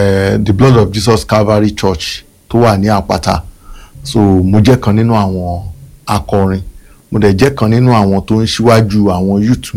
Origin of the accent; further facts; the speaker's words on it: Ibadan, Oyo, Nigeria; born there; Ìbàdàn ni wọ́n bí mi sí.